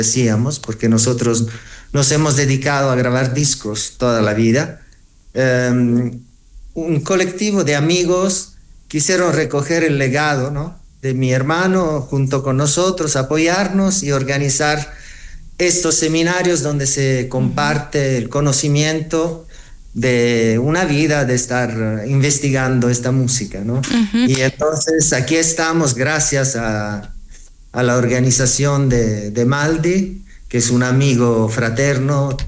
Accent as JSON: {"language": "Spanish", "country": "Italy", "moved": "yes", "said": "siendo italianos"}